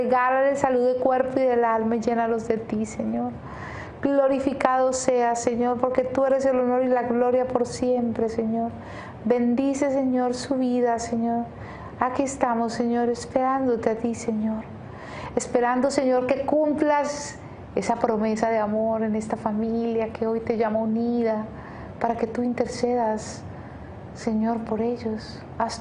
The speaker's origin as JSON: {"language": "Spanish", "town": "Cali", "region": "Valle del Cauca", "country": "Colombia", "said": "Yo soy caleña también"}